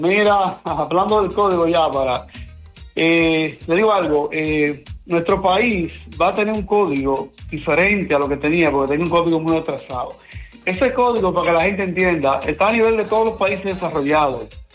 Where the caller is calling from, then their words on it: Dominican Republic; como dominicanos